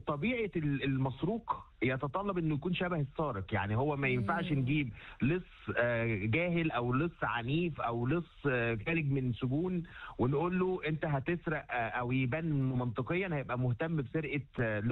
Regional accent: Egypt; احنا عندنا في مصر

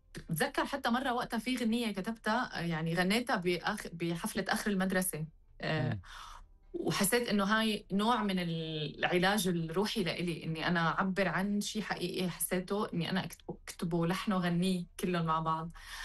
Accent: Northeast Syria, Syria; أنا من سوريا، بس نحن يعني هو من شمال العراق وأنا من شمال شرق سوريا،

